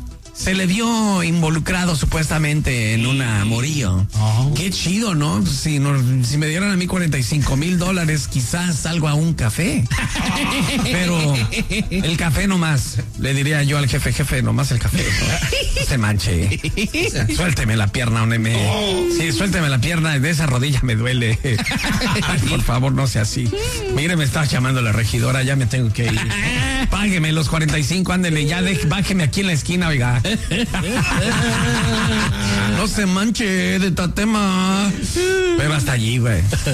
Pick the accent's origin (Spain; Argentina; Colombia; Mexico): Mexico; Pura Mexican. Yo me... Hermano, no sé qué quiere decir Mexican. Soy mexicana.